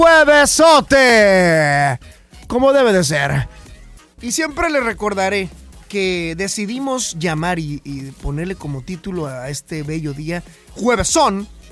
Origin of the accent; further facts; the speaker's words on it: Mexico; como buenos mexicanos y latinoamericanos, hemos convertido el jueves en el primer día del fin de semana.